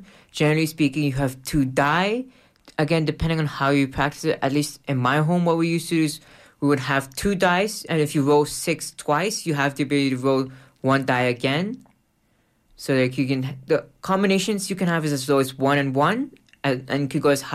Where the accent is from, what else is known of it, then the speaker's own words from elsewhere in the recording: Pakistan; But the way I grew up with it in Pakistan